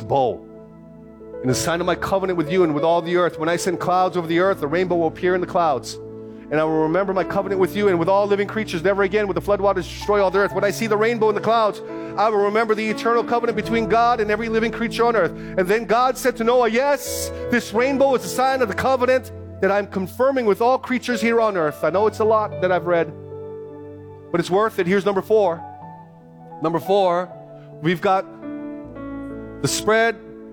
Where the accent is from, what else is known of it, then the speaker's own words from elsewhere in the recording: Philippines; I'm Filipino. I can do that. Okay? So my Filipino grandmother up there.